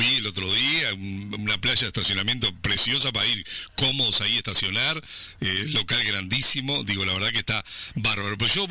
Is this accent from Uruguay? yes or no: yes; Sauce, Canelones, Uruguay; moved away